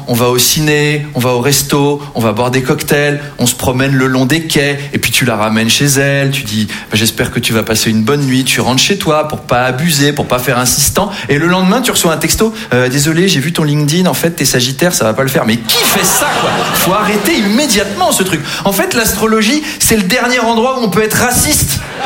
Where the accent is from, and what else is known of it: Versailles, Île-de-France, France; born or raised there